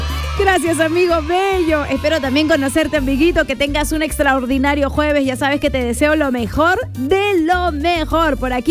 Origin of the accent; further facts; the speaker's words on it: Peru; tenemos que unirnos como peruanos